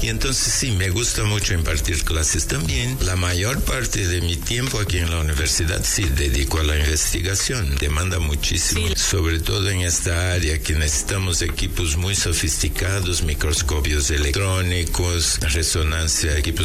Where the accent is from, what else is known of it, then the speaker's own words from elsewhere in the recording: Rio Grande do Sul, Brazil; moved away as an adult; also born or lived in Porto Alegre; now in Puebla, Mexico; Sí, yo soy de Brasil. Vengo del sur de Brasil. Es el último estado allá abajo. Se llama Río Grande del Sur.